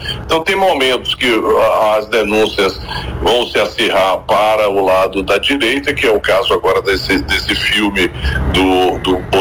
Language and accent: Portuguese; Brazil